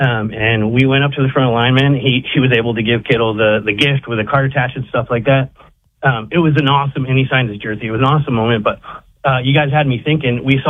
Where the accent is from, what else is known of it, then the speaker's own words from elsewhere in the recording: Bridgeport, Connecticut, United States; now in Montana, United States; And crazy enough, I'm from Bridgeport, Connecticut.